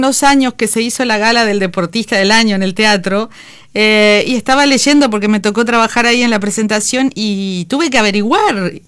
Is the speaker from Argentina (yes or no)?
no; Uruguay; Somos uruguayos